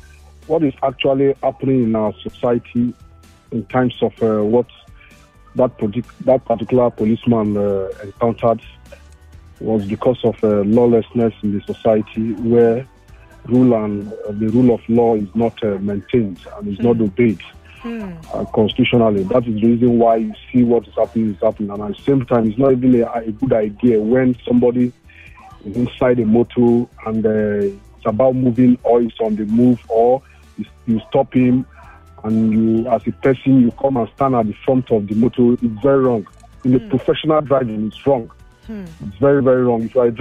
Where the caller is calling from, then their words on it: Ikeja, Lagos, Nigeria; I'm calling from Ikeja.